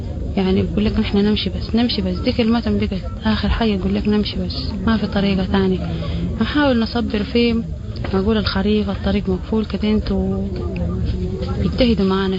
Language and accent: Arabic; Omdurman, Khartoum, Sudan; يعني احنا جينا من الخرطوم من درمان جات من بعيد شديد.